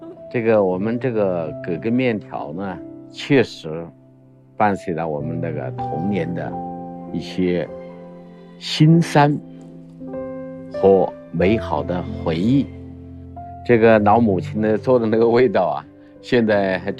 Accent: Zhongxiang, Hubei, China; 客店镇，我的家乡呢在大山里面，

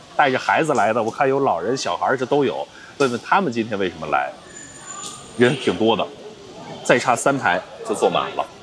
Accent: Jinzhou, Liaoning, China; 建设好我们家乡，建设好我们这个不错的锦州。

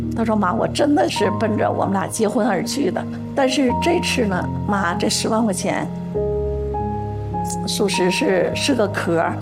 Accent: Northeast China, China; accent: Northeastern Chinese; 哎呀，用我们东北话说，我说他只不过就走了狗屎运而已吧。

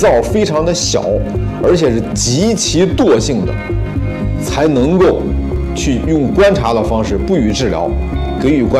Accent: China

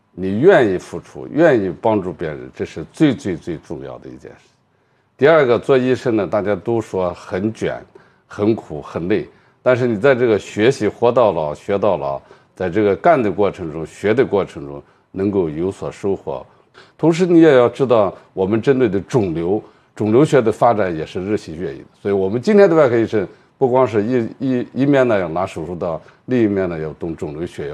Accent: China; 我们中国人的预期寿命大概30多岁，

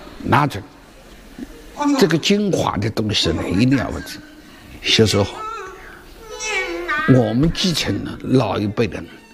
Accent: Huzhou, Zhejiang, China; 我们湖州的土话

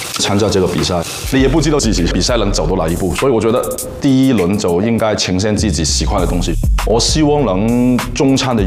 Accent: Hong Kong; 我是来自中国香港的。

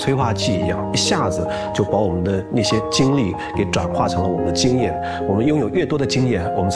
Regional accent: China; 我作为一个中国人

